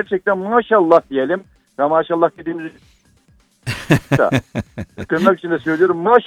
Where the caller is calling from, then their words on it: Istanbul, Turkey; İstanbul'dan arıyorum.